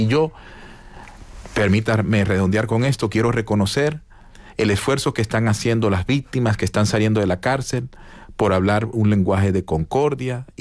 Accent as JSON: {"language": "Spanish", "town": "Maracaibo", "region": "Zulia", "country": "Venezuela", "tie": "born there", "said": "yo soy venezolano, yo nací en un barrio muy humilde que se llama El Silencio, en Maracaibo, Estado Zulia, en Venezuela."}